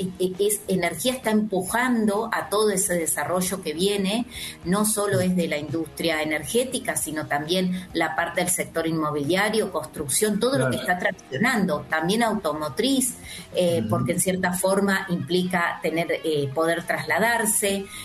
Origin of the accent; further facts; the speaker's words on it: Río Negro, Argentina; now in Córdoba, Argentina; yo soy sureña, como verás, no tengo tonada cordobesa, soy rionegrina, nacida y criada en Río Negro.